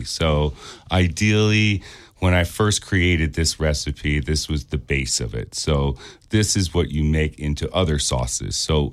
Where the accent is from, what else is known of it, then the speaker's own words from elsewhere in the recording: East Coast, United States; now in San Diego, United States; So I grew up on the East Coast